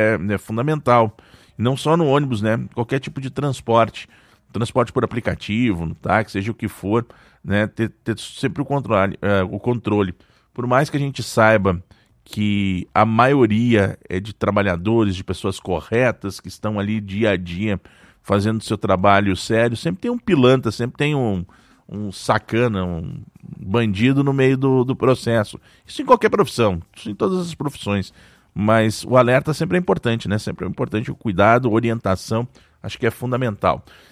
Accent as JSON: {"language": "Portuguese", "region": "Rio Grande do Sul", "country": "Brazil", "accent": "strong gaúcho", "moved": "yes", "said": "Óbvio que eu não perdi o sotaque, todo mundo que me acompanha aqui sabe que eu ainda tenho um sotaque muito forte gaúcho."}